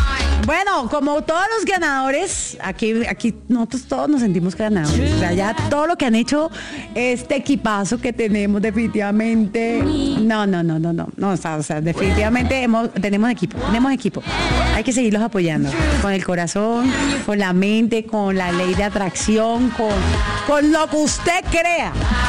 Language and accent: Spanish; Caribbean Region, Colombia; no puedo decir la palabra de la E porque me echan como buena costeña.